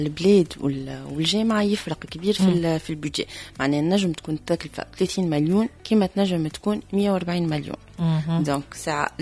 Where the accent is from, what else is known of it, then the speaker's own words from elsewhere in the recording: Tunisia; الجامعات البريفي اللي عندنا في تونس.